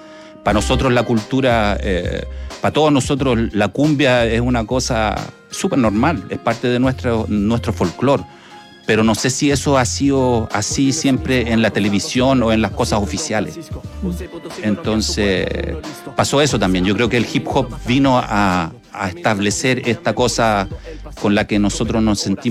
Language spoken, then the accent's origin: Spanish; Chile; los chilenos no somos europeos, somos mestizos, somos mezcla de indios con toda clase de gente que ha llegado a este país